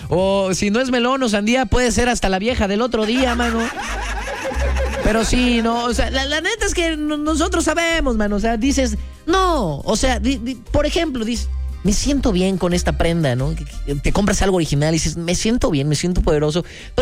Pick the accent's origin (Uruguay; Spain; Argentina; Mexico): Mexico; están en mi país.